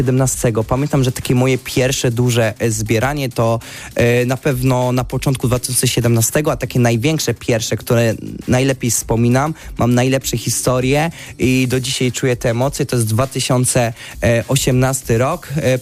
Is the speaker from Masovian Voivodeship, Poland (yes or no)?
no; Bielsko-Biała, Silesian Voivodeship, Poland; jestem z Bielska-Białej, byłem wielkim fanem Podbeskidzia Bielsko-Biała.